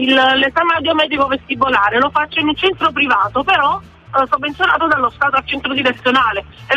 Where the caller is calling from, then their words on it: Sant'Anastasia, Campania, Italy; noi siamo di Santa Anastasia